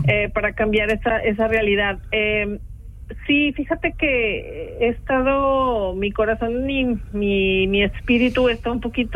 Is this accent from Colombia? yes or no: no; Jalisco, Mexico; now in Switzerland